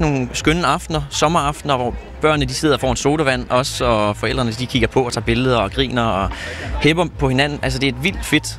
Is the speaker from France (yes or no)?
no; Sweden; moved away as an adult; now in Hvide Sande, Denmark; De kaldte mig … fordi jeg voksede op i Sverige